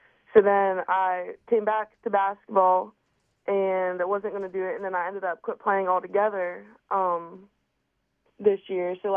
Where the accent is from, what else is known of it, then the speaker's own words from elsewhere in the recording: Powhatan Point, Ohio, United States; I used to live whenever I was little on the end of town, like getting towards Clarington on Beaumont Street. But now I live downtown, like by the water department.